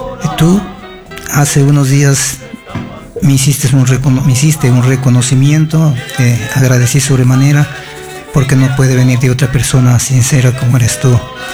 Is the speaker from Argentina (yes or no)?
no; Ecuador; Y desde niño en mi tierra … el acróbata que hacía por las calles, y la gente no me dejaba caminar, hasta que soñé con ir a Quito a estudiar educación física, y mi sueño era ser seleccionado de Pichinche del Ecuador.